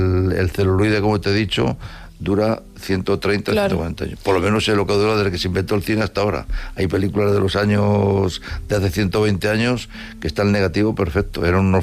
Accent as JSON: {"language": "Spanish", "town": "Madrid", "region": "Community of Madrid", "country": "Spain", "said": "Quizás, bueno, la verdad que yo soy de Madrid"}